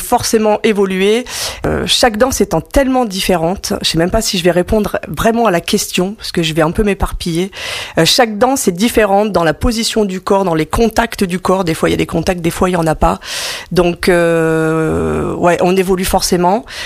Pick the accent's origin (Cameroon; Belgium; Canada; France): France; Hauts-de-France; moved away as an adult; now in Île-de-France, France; je ne suis pas de la région parisienne, je suis picarde.